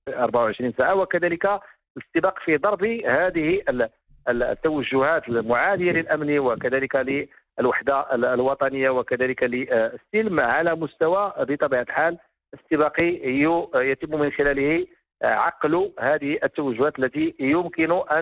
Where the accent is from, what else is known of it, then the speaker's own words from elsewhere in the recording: Morocco; وهذا نقول كمغاربه